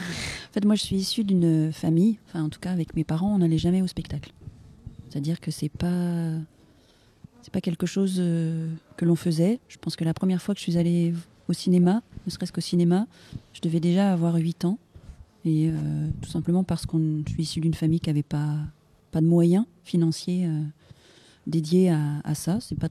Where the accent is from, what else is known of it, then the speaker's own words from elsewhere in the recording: Saint-Nazaire, Pays de la Loire, France; born there; also born or lived in Paris; j'ai commencé la danse, j'avais une dizaine d'années. Ici sur Saint-Nazaire